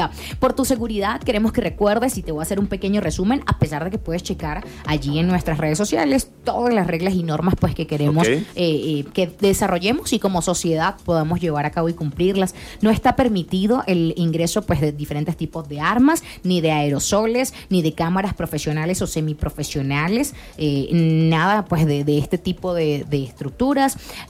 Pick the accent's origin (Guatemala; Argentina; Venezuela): Venezuela; now in Mexico; yo soy venezolana, pero ya estoy bien adoptada en México